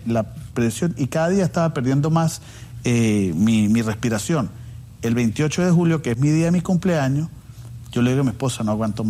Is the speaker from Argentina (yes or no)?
no; Venezuela; now in United States; Sí, soy venezolano.